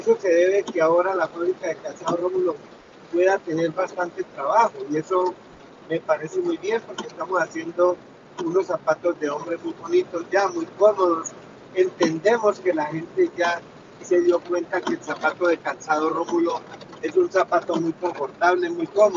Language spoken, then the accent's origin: Spanish; Colombia; Eso para nosotros como colombianos es muy importante